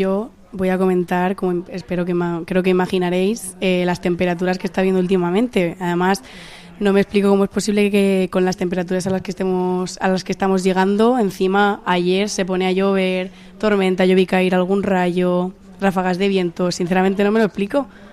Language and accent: Spanish; Madrid, Community of Madrid, Spain; moved away; yo que soy de Madrid me tengo que aclimatar aquí